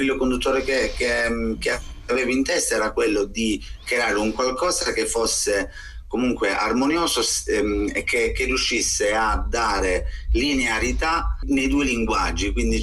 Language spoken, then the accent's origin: Italian; Calabria, Italy; essendo calabrese, io comunque qui in Calabria